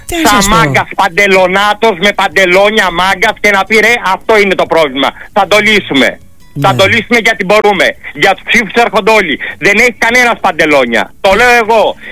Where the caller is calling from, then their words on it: Patras, Western Greece, Greece; εγώ που είμαι πατρινός και πληρώνω τους φόρους